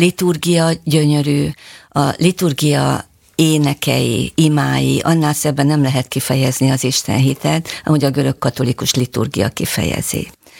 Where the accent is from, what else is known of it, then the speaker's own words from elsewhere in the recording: Nyíregyháza, Szabolcs-Szatmár-Bereg, Hungary; born there; also born or lived in Máriapócs; én Nyíregyházán születtem, de Máriapocson éltem 3 éves koromig, ahol nagyapám görög katolikus pap volt